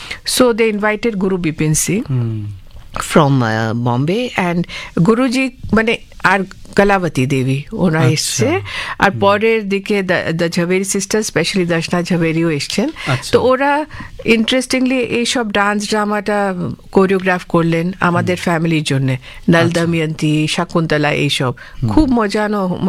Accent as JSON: {"language": "Bangla", "town": "Kolkata", "region": "West Bengal", "country": "India", "tie": "born there", "also_born_or_lived": "Indore, Madhya Pradesh", "said": "আমি খুবই ছোট ছিলাম, আমার জন্ম হয়েছে ইন্দোর, মধ্যপ্রদেশ। আমার মা ওখান থেকে এসেছেন, তো খুব ছোট ছিলাম যখন মা আমাকে এখানে নিয়ে এসেছে। আর আমরা, আমার বাবা তো, আমার গ্র্যান্ডফাদার, আমার পুরো ফ্যামিলি অনেক আগে এসেছিলেন কলকাতায়। তো আমরা প্রথম থেকে অনেক বছর থেকে কলকাতায় সেটেলড"}